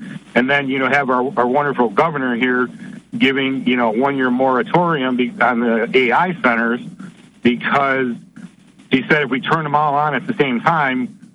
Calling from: New York, United States; in Western New York.

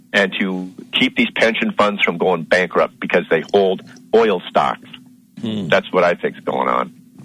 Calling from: Bismarck, North Dakota, United States; in Bismarck

